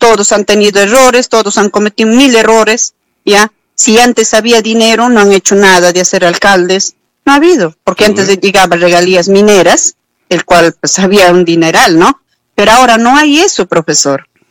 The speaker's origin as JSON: {"language": "Spanish", "town": "Cerro de Pasco", "region": "Pasco", "country": "Peru", "moved": "as an adult", "lives_now": "Villa Rica, Peru", "said": "Yo soy de Cerro de Pasco. Ya vivo acá 24 años. Ahora soy villarricense."}